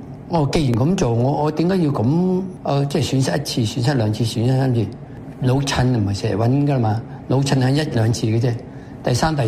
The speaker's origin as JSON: {"language": "Cantonese", "country": "Hong Kong", "said": "即係我哋香港人係咁啊，唔會好似大陸咁又會啊灌酒啊、食煙啊咁冇呢樣嘢咯。"}